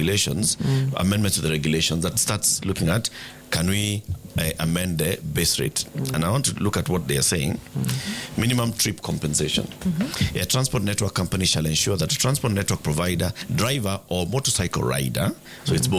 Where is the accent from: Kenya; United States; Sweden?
Kenya; Because I am Kenyan